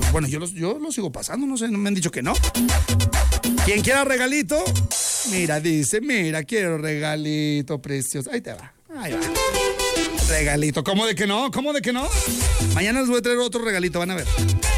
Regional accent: Saltillo, Coahuila, Mexico; ¿Ya vio cómo somos los de Saltillo?

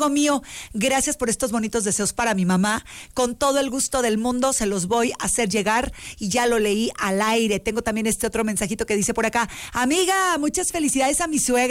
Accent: Mexico; Somos mexicanos.

